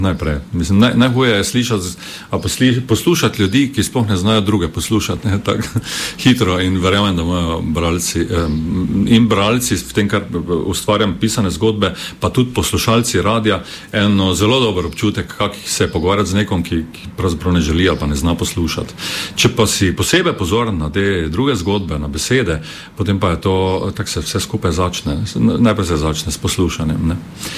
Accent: Styria, Slovenia; to našo štajarsko, bi rekel, pripadnost

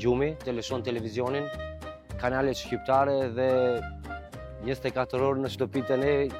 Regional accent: south, Albania; Ne zakonisht nga kjo pjesë jemi Toskë.

